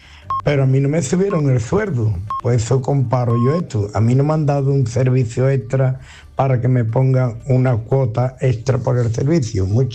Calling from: Sanlúcar la Mayor, Andalusia, Spain; Yo vivo en Sanlúcar la Mayor.

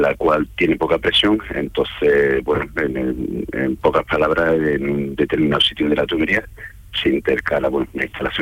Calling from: Roquetas de Mar, Andalusia, Spain; Yo vivo en Roqueta de Mar, en Almería, pero actualmente estoy trabajando en capital y en Linares.

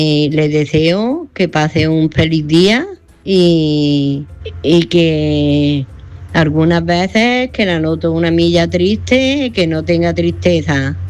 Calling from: Granada, Andalusia, Spain; de Granada.

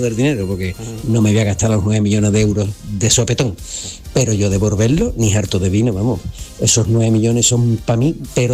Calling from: Cádiz, Andalusia, Spain; de Cádiz, se me olvidaba.

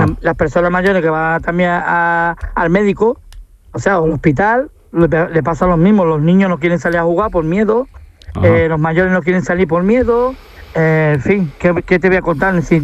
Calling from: Ceuta, Spain

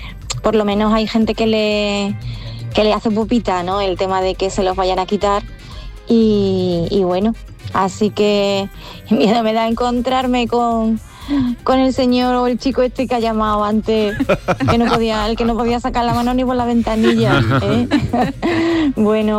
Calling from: Jerez de la Frontera, Andalusia, Spain; de Jerez de la Frontera.

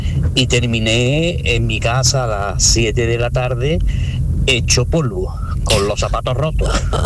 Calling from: Cabra, Andalusia, Spain; de Cabra.

